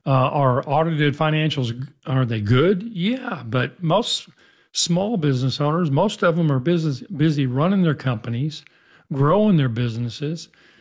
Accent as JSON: {"language": "English", "town": "Dallas", "region": "Texas", "country": "United States", "tie": "born or raised there", "said": "both my partner and I grew up in Texas. I grew up in the North Dallas area, been here my whole life. So, I'm biased, but I love Texas."}